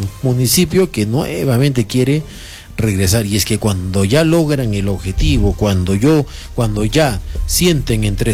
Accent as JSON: {"language": "Spanish", "area": "Socabaya", "region": "Arequipa", "country": "Peru", "said": "así es que en Socabaya, mi tierra bendita."}